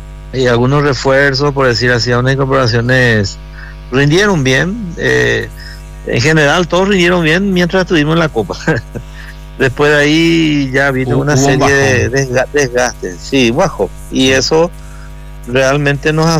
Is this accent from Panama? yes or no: no; Asunción, Paraguay; moved away as an adult; also born or lived in Campo Grande, Asunción / Luque; now in Pedro Juan Caballero, Paraguay; en Chacarita toda mi infancia hasta los 12 años. Después me mudé en la zona, como se dice, Campo Grande